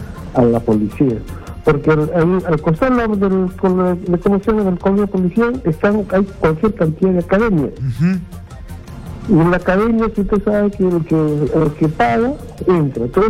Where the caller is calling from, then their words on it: Lima, Peru; yo vivo en Puente Piedra, casi en donde que está el colegio de policía.